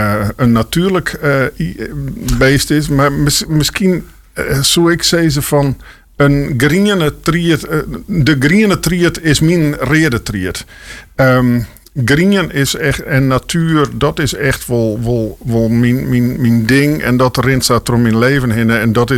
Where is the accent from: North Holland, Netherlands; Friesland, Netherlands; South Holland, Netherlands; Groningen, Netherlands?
Friesland, Netherlands; Buitenpost; En daar ben ik in Boetenpost op Jeltingelaan opgegroeid.